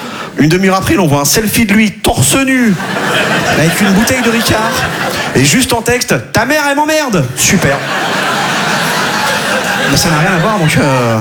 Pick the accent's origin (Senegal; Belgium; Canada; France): France; Quimperlé, Brittany; déjà, là d'où je viens à Quimperlé, on n'avait pas les sports cool.